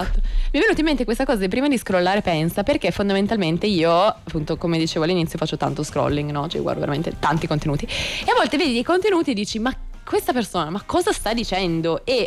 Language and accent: Italian; Asti, Piedmont, Italy; moved away as an adult; now in Milan, Italy; No, io in realtà sono originaria di Asti, quindi